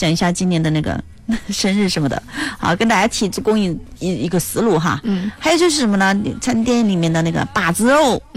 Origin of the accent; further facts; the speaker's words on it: Chongqing, China; 就是说你就像我们重庆人以前问候也是吃饭了没有哦，你吃了没有哦